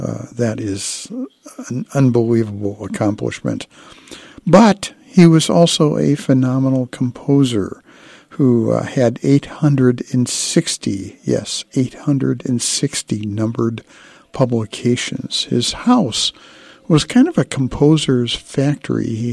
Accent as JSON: {"language": "English", "region": "Indiana", "country": "United States", "said": "I am from Indiana, have gone to the Indy 500 a couple of times, and it's quite an event."}